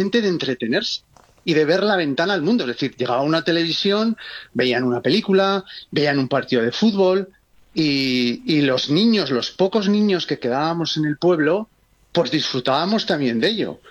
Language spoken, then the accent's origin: Spanish; Spain; los pueblos de España se quedan solamente con personas mayores, con gente muy mayor. Por lo menos en mi pueblo ocurrió eso.